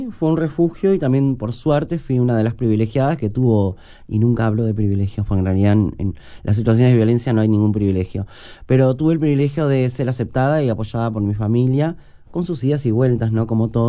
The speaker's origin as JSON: {"language": "Spanish", "town": "San Carlos", "region": "Maldonado", "country": "Uruguay", "tie": "born or raised there", "moved": "as an adult"}